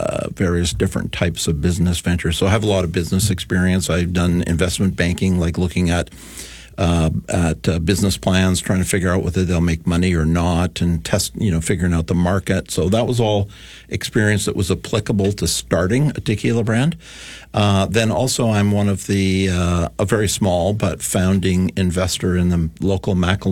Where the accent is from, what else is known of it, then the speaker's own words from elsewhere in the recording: Esquimalt, British Columbia, Canada; And we just say, Esquimalt.